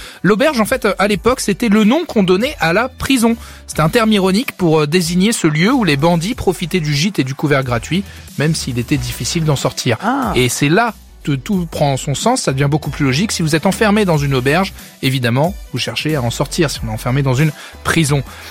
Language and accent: French; France; Mais chez nous en France, cette expression peut s'utiliser dans absolument toutes les situations.